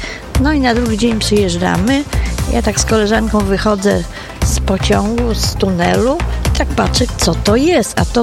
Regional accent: Radom, Masovian Voivodeship, Poland; No i tak, ale myśmy potem odczuwali to, że jesteśmy z Radomia, bo nas warchołami nazywali.

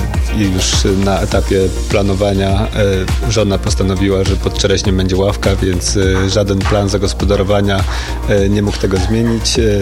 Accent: Pomeranian Voivodeship, Poland

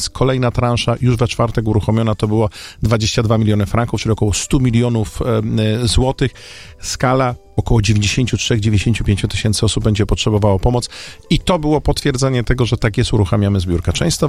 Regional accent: Łódź, Łódź Voivodeship, Poland; Pamiętam odsetek osób w 97 roku, jestem z Łodzi

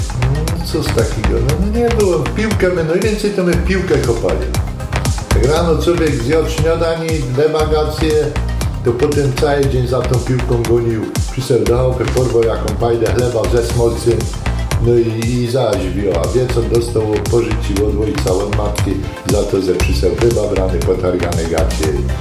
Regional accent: Cięcina, Silesian Voivodeship, Poland; born or raised there

